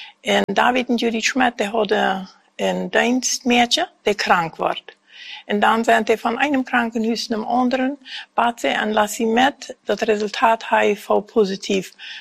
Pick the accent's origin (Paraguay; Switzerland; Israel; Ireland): Paraguay; Fernheim, Boquerón; moved away as an adult; now in Asunción, Paraguay; Und wir sind aus Fernheim.